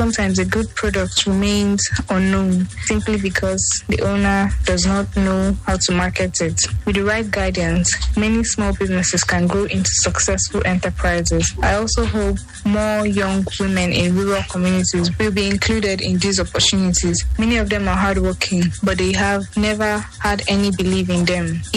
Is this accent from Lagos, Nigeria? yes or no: no; Rivers, Nigeria; I am from Awada in River State. I am a mother of four and a small businesswoman.